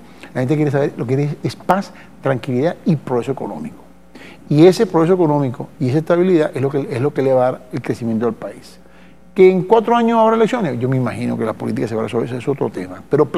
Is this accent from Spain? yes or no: no; Eastern Venezuela, Venezuela; yo porque voy a los sitios populares, como yo me crié en Oriente, me encantan los mercados, yo soy muy mercadero.